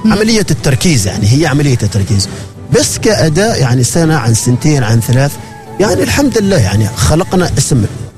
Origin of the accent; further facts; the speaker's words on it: Oman; البعض يقول لك ليش إحنا ما نقنص، إحنا كعمانيين ما نقنص، إحنا عندنا خامات كعمانيين عندنا